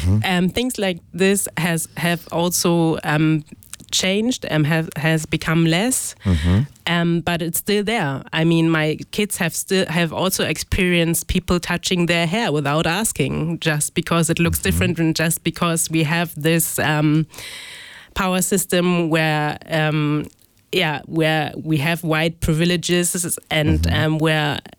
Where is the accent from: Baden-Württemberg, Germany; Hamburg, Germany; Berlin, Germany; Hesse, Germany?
Hamburg, Germany; English is a second language; I also grew up with everyday racism, people asking me where are you from, although I'm from Hamburg, I'm from Germany.